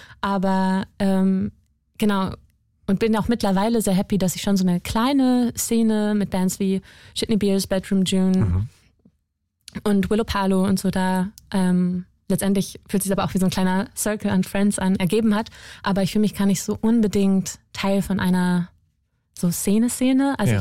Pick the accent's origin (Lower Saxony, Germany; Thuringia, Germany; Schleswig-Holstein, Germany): Lower Saxony, Germany; moved away as an adult; now in Hamburg, Germany; Ursprünglich komme ich aus der Nähe von Hannover.